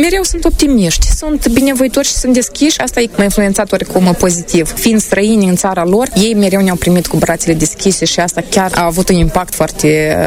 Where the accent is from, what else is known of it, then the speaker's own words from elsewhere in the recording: Logănești, Hîncești District, Moldova; Suntem din Hâncești, Logănești. Aveam procurat apartamentul nostru, căsuța noastră, oricum ne chema acasă. Locuim în Hâncești deja de 5 ani.